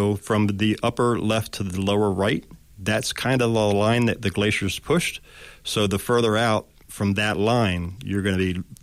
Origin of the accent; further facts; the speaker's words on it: Rockville, Maryland, United States; now in Northport, United States; So I am from the Washington, D.C. area, Rockville, Germantown area. And I met my now wife down in that area. She said that she wanted to move to Northport and collect rocks and get married.